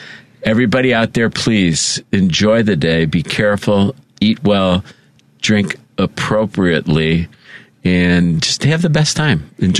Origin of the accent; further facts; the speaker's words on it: United States; I got to say that being able to enjoy the 4th of July, being an American... seeing where we came from, like 250 years.